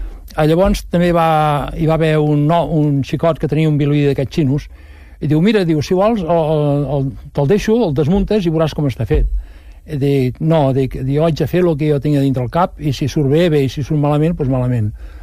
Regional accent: Mas Rampinyo, Catalonia, Spain; perquè soc de Mar Rampinyo, si ho entès, Montcada Reixac, entre Montcada Reixac i la Llagosta hi ha Mar Rampinyo.

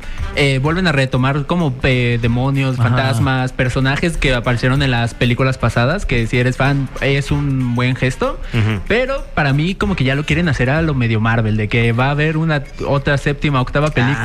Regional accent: Mexico; Sí, buenos, pero esta es como más mexicana, como algo que sí puedo ver y disfrutar y decir, este es mi México.

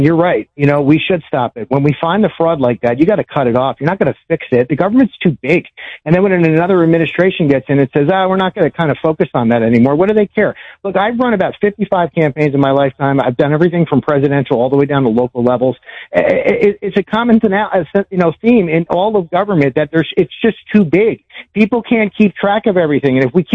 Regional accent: New Jersey, United States; born or raised there

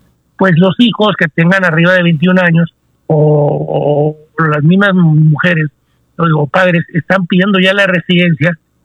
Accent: Mexico; No hay como los mexicanos que nos vamos del otro lado a hacer trabajos que muchos, muchos, muchos americanos no lo hacen

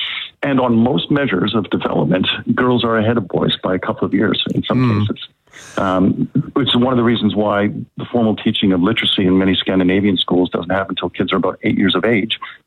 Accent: Canada; I am from Canada, and I do remember British Bulldog. Played it very feverishly as a young lad.

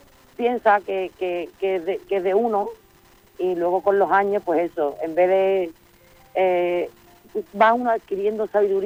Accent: Sanlúcar de Barrameda, Andalusia, Spain; Yo vengo de la tradición, soy de Sanlúcar de Barrameda, me rodea mucho arte

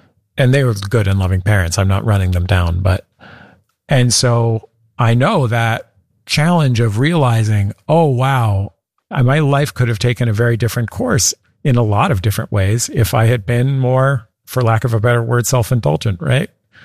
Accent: San Francisco, California, United States; it was in the Mission where I had grown up. I don't remember how he knew that. Maybe he just knew that I was from San Francisco.

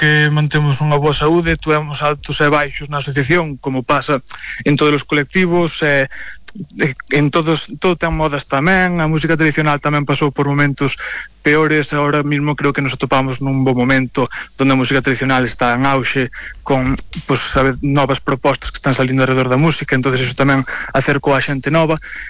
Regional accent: Palas de Rei, Galicia, Spain; eu realmente son de Pales de Rei, non son de Antas de Ulla.

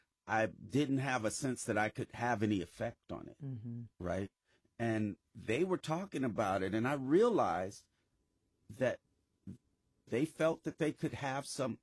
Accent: California, United States

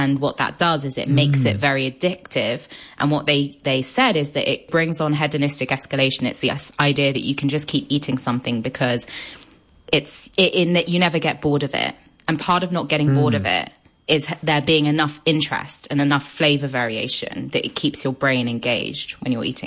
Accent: Paris, Île-de-France, France; because I grew up in Paris

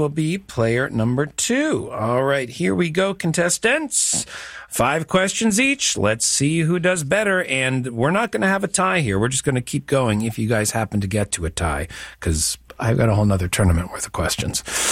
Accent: Canada; We're all Canadian.

